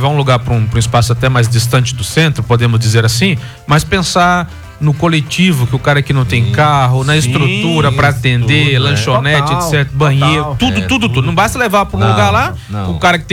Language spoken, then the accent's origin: Portuguese; Northeast Brazil, Brazil; moved away; also born or lived in Maceió, Alagoas; eu sou do Nordeste, das cabritas.